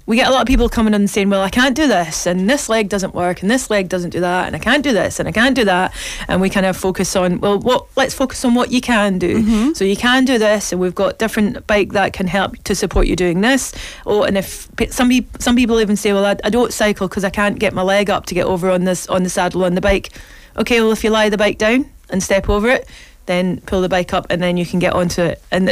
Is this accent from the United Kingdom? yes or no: yes; Glasgow, Scotland, United Kingdom; I'm born and brought up in Glasgow and I know this area, but I've never been on these paths before.